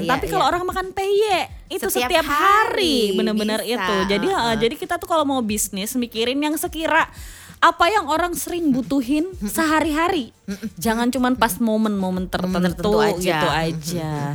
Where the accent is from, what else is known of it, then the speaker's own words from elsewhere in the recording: Banjarmasin, South Kalimantan, Indonesia; karena aku dari Banjarmasin kan Kak, dari Kalimantan ya.